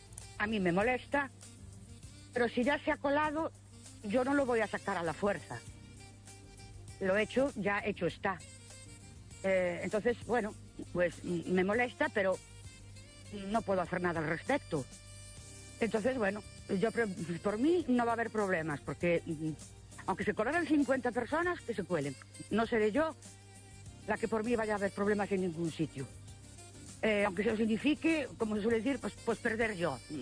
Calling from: Ourense, Galicia, Spain; de Ourense.

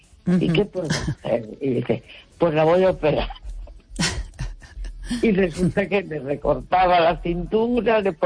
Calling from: A Coruña, Galicia, Spain; de La Coruña.

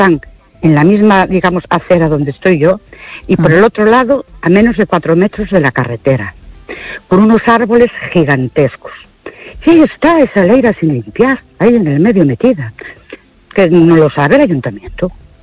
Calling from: Ourense, Galicia, Spain; de Ourense.

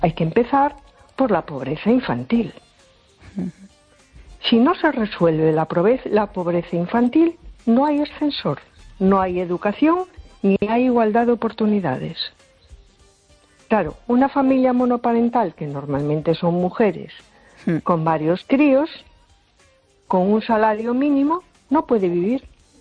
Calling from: A Coruña, Galicia, Spain; de Coruña.

